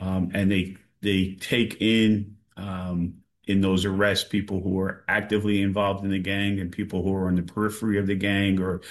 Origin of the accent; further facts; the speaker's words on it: New York City, New York, United States; So I grew up in East New York mostly, and the neighborhood in East New York I grew up in, you know, in the 80s and 90s, was considered high crime.